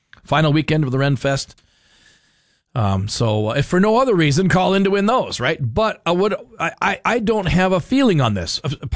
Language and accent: English; Fargo, North Dakota, United States; I grew up in Fargo. So growing up in Fargo, we didn't have any hills.